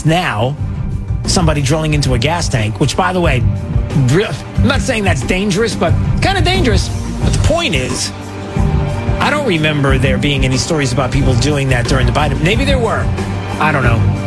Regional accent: New York, United States; Because the 70s, we had if you lived in New York, I grew up in New York.

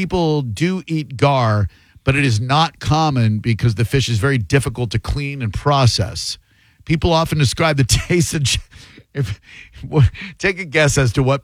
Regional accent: Conway, Arkansas, United States; I grew up in South Conway

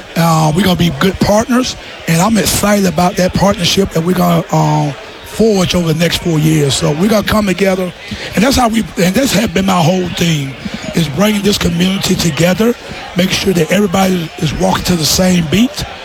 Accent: Greenwood, South Carolina, United States; Born and raised in Greenwood, South Carolina.

